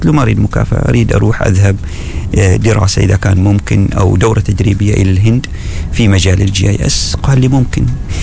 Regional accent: Oman; محدثك عماني وافتخر بعمانيتي وافتخر بهويتي

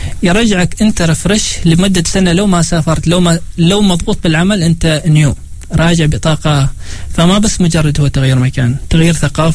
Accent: Oman; نحن في العمان نسميها عزبه

